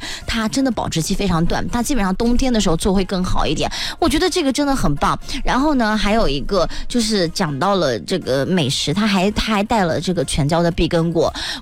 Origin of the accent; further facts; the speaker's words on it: Anhui, China; 其实也非常符合我们安徽人很下饭的这个特点